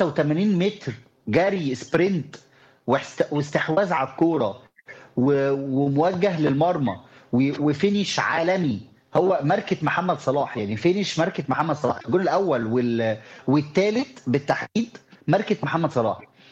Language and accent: Arabic; Egypt; بلدنا مصر